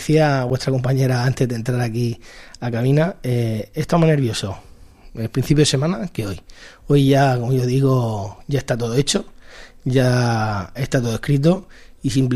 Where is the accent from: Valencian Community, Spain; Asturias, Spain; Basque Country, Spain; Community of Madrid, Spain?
Valencian Community, Spain; Hurchillo; Pues al final, Urchillo al final es tu tierra. Yo siempre digo que no se puede entender lo que uno siente por su pueblo si no tiene pueblo, ¿no?